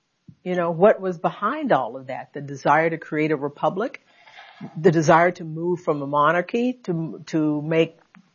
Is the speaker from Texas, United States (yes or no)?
yes; Conroe, Texas, United States; In Conroe, Texas.